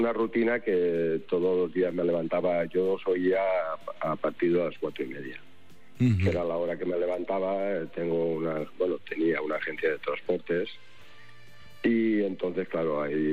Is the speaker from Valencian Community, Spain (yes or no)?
yes; Valencia, Valencian Community, Spain; Ella al ser catalana, yo soy de aquí de Valencia, sí.